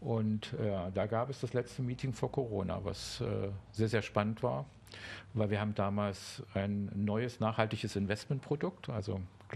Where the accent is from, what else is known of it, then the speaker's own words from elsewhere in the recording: Saxony, Germany; also born or lived in Halle; Nein, nein, ich bin zurück in meine Heimat Dresden, also in die Nähe Dresden gegangen, und dann ging es nach Sachsen-Anhalt.